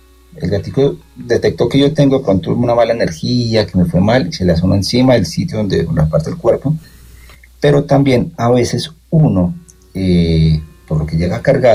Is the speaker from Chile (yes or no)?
no; Colombia; Yo creo que es por lo que somos, no sé, colombianos, latinos.